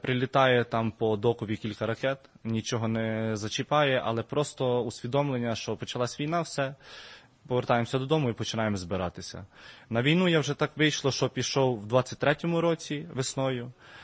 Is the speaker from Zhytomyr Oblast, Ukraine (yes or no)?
no; Vinnytsia, Vinnytsia Oblast, Ukraine; Я сам з Вінниці.